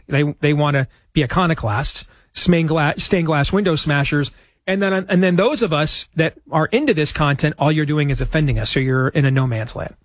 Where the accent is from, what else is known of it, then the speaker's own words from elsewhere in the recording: United States; I'm also an American